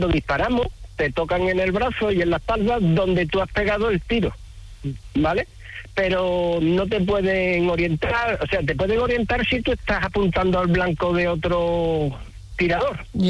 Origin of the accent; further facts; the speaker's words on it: Jerez de la Frontera, Andalusia, Spain; now in El Bosque, Spain; Mira, yo soy de Jerez, vale. Pero vivo entre el Bosque desde hace mucho tiempo y el Gastor, el pueblo de mi pareja.